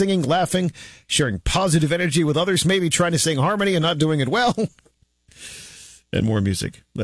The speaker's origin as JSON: {"language": "English", "town": "Philadelphia", "region": "Pennsylvania", "country": "United States", "tie": "born or raised there", "said": "growing up in Northeast Philly when I was a kid"}